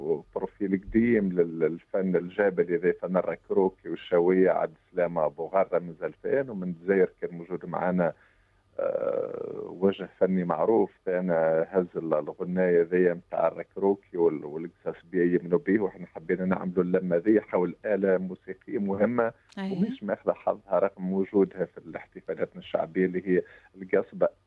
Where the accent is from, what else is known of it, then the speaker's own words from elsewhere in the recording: Sbeitla, Kasserine Governorate, Tunisia; سبيت لمدينتي